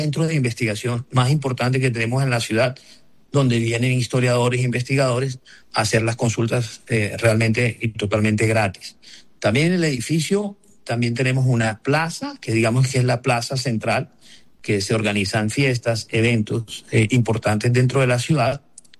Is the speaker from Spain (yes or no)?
no; Barranquilla, Atlántico, Colombia; la verdadera historia de la Barranquilla y cómo nosotros como ciudad nacimos, nos fuimos fundados, a diferencia de Cartagena y Sapido y Santa Marta